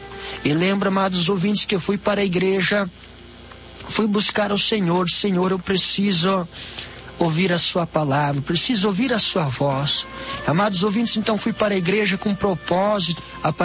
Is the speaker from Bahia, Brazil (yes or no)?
no; Formosa do Sul, Santa Catarina, Brazil; sou da cidade de Formosa do Sul, Santa Catarina. Eu nasci no berço evangélico